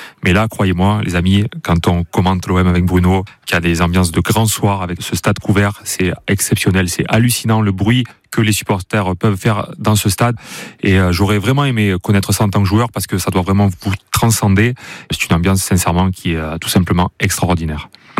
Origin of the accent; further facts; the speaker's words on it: Marseille, Provence-Alpes-Côte d'Azur, France; quand on est jeune Marseillais, né à Marseille